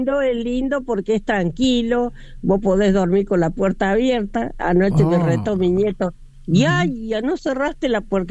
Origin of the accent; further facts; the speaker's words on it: Córdoba, Argentina; now in San Carlos Centro, Argentina; Nací en la capital de Córdoba, en la maternidad de Santa Rosa.